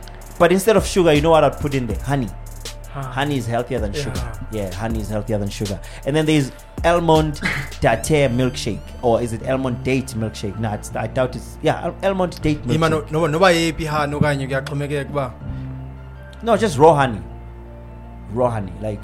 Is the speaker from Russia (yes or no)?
no; South Africa; I'm only South African